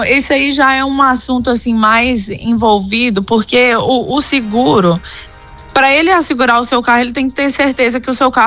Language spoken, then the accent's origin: Portuguese; Espírito Santo, Brazil; also born or lived in Minas Gerais / Mato Grosso; Eu sou mineira do Espírito Santo. Mas eu morei lá em Minas por muitos anos e depois eu morei um tempo no Mato Grosso também.